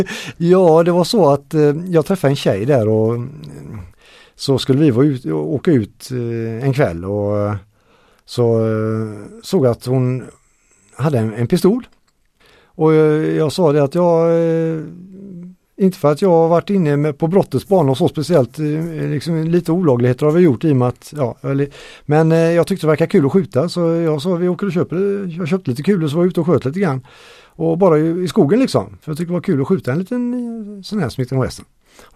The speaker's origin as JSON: {"language": "Swedish", "town": "Gothenburg", "region": "Västra Götaland County", "country": "Sweden", "tie": "born or raised there", "said": "Jag har ju ett utländskt namn … men jag har alltid känt mig som äkta göteborgare."}